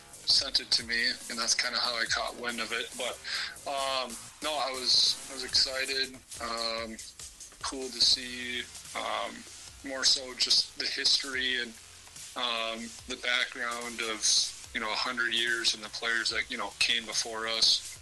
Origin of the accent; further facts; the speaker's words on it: Alexandria, Minnesota, United States; Came back to my hometown, Alexandria, Minnesota